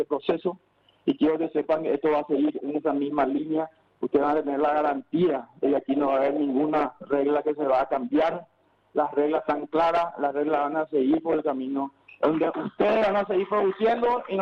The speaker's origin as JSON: {"language": "Spanish", "country": "Paraguay", "said": "pero por sobre todo como productor y como paraguayo, que es lo más importante"}